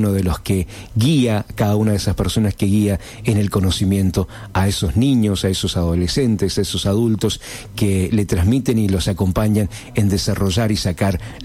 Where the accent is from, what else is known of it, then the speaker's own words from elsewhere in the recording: Rodeo del Medio, Mendoza, Argentina; also born or lived in Guaymallén; Mi adolescencia más pequeña, mi preadolescencia, estuvo en mi infancia en Rodeo del Medio, zona de Pedregal, zona de Maipú. Y al llegar a Guaymallén era todo la dinámica, el ritmo de vida era mucho más ágil, era mucho más rápido.